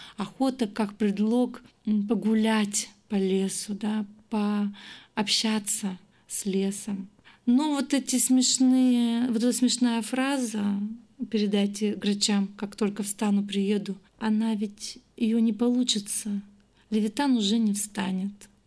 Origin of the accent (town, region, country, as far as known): Russia